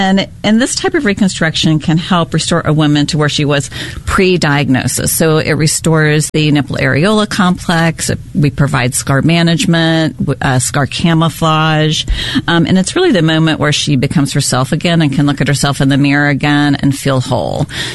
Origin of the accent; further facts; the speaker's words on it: Charleston, South Carolina, United States; Yes, I'm from Charleston.